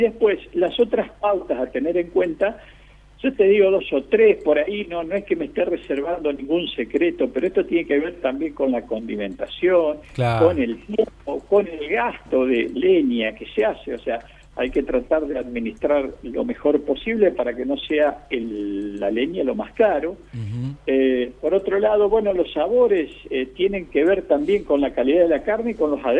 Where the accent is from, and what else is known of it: Tabossi, Entre Ríos, Argentina